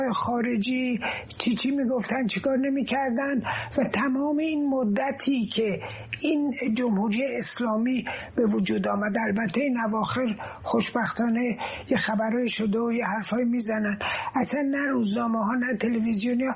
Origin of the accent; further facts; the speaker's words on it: Iran; moved away; مهمتر از برگشتن من به ایران، واقعا دیگه چند روز دیگه میشه 84 سالم